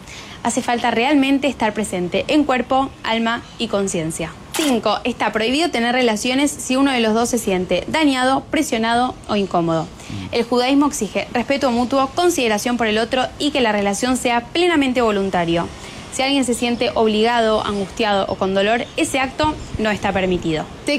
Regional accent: Argentina; now in Israel; comparto sobre judaísmo, explicado fácil y cómo es vivir en Israel siendo argentina.

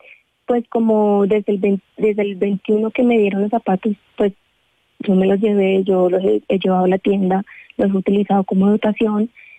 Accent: Tolima, Colombia; moved away; como vengo de tierra caliente, soy del Tolima

